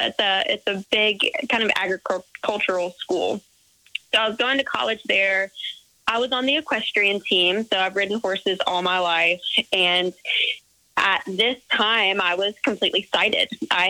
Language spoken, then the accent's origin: English; Georgia, United States; I'm from Georgia, West Georgia, about 45 minutes west of Atlanta. And I've lived in the same town all my life.